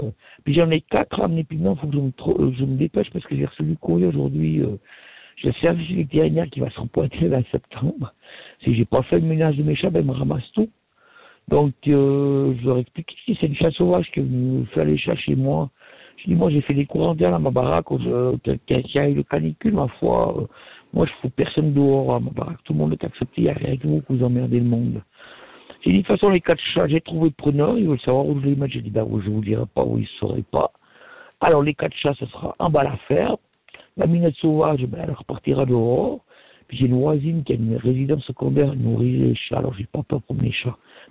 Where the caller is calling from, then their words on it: Valais, Switzerland; je suis du Valais